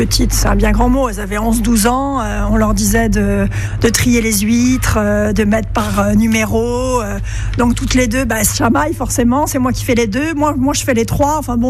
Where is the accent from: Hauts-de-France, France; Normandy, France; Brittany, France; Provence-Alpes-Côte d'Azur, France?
Brittany, France; Je suis bretonne à la base, donc forcément.